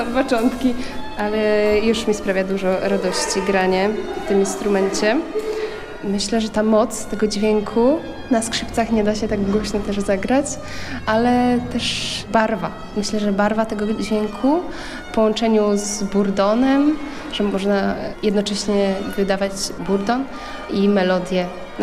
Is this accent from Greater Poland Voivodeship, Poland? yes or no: yes; Greater Poland Voivodeship, Poland; pochodzę z Wielkopolski.